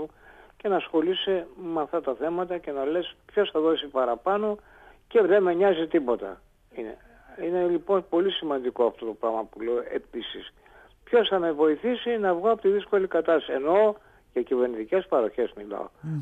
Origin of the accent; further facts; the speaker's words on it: South Aegean, Greece; born there; αναγνώρισα την πατρίδα μου, στη Σαντορίνη